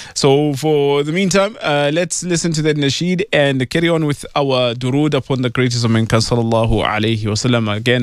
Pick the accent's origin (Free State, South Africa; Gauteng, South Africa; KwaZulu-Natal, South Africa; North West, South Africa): Gauteng, South Africa; Pretoria; Alhamdulillah, this is my hometown, Pretoria.